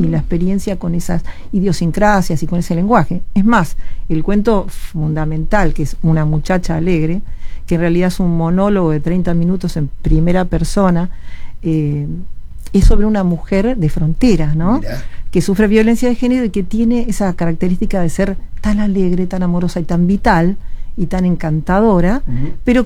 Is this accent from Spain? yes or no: no; Argentina; moved away as an adult; also born or lived in Belgrano, Buenos Aires; now in Uruguay; se iba a poner mucho más cruda la situación en mi país.